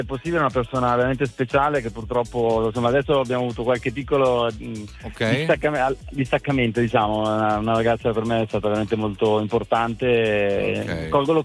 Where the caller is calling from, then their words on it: Milan, Lombardy, Italy; Da Milano